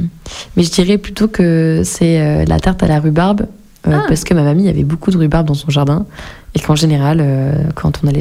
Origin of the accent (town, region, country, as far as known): Lyon, Auvergne-Rhône-Alpes, France; born or raised there; moved away